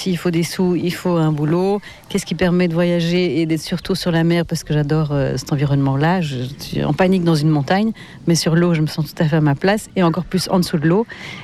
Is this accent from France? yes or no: no; Belgium; also born or lived in Barcelona, Spain; Avant de quitter la Belgique, j'ai quitté l'Espagne parce que je suis née à Barcelone. Après, on a vécu en Belgique longtemps